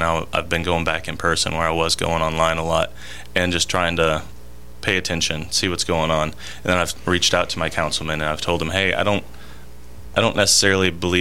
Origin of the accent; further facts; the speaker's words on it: Harrison, Arkansas, United States; born there; my dad's here, my stepmom's here, my family's been from here. I was born here in Harrison, and so I just love this place.